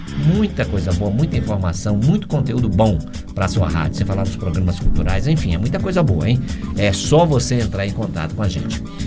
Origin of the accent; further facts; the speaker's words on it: Teresina, Piauí, Brazil; Teresina também tem 104,5, é a frequência da Rádio Senado na minha cidade natal